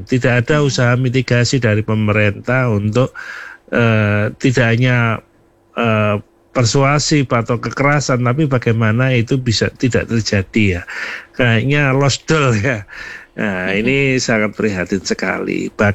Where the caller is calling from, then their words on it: East Java, Indonesia; di kampung saya, di perumahan apa namanya, perumahan Taman Landung Sari dan Indah Permen